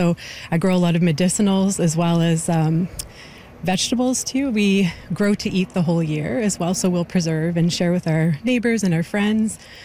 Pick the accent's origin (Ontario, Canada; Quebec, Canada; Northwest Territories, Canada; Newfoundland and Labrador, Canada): Northwest Territories, Canada; Yellowknife; I'm from Yellowknife, Denaday.